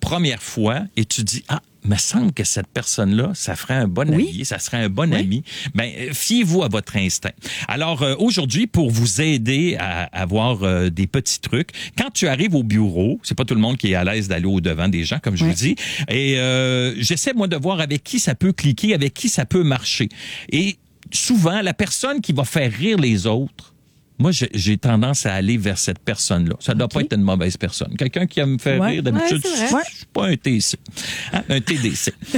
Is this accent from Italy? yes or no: no; Saint-Pascal-de-Kamouraska, Quebec, Canada; also born or lived in Lac-Baker / Edmundston / Sept-Îles; Je suis passé de Saint-Pascal-de-Kamouraska, on a déménagé au Lac-Baker, au Nouveau-Brunswick, à Edmundston, après ça à Sept-Îles, après ça Québec.